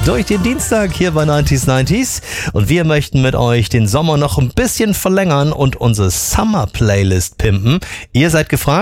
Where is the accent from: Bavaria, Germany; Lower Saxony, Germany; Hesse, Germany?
Lower Saxony, Germany; Wilhelmshaven; Ich bin ja in Wilhelmshaven geboren und Ostfriesland war nur ein Katzensprung.